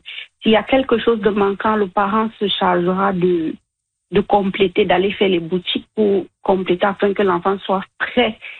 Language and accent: French; Cameroon; moved away as an adult; now in Regina, Canada; Je viens du Cameroun